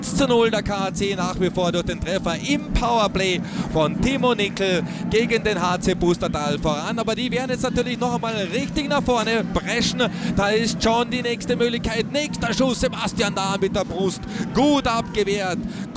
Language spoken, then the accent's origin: German; Austria; Jakob würde es bei uns in Österreich heißen.